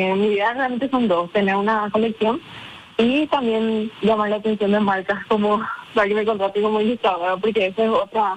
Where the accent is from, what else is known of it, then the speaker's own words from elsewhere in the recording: Asunción, Paraguay; Sí, de Asunción.